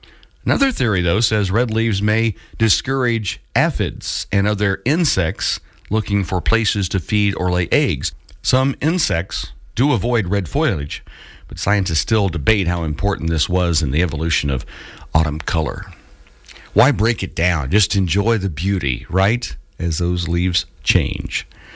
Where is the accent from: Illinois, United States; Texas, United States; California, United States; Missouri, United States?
Missouri, United States; born or raised there